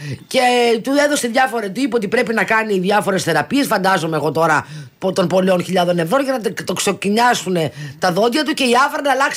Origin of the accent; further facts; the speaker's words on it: Kypseli, Attica, Greece; Επειδή γεννήθηκα και ανδρώθηκα στην Κυψέλη, το βάζω το αμάξι.